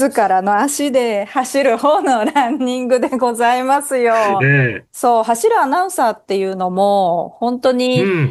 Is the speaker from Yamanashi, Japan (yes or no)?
yes; Yamanashi, Japan; moved away as an adult; 私の生まれ育った山梨